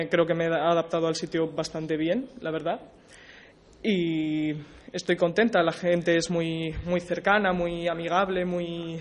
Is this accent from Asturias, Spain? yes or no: yes; Castropol, Asturias, Spain; moved away as an adult; also born or lived in Oviedo; now in Ferrol, Spain; Estaba viviendo en Oviedo, pero soy de Castropol.